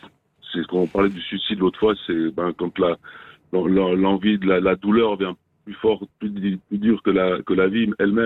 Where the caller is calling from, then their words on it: Valais, Switzerland; Ici, par aussi qu'on a des mots particuliers en Valais, quoi.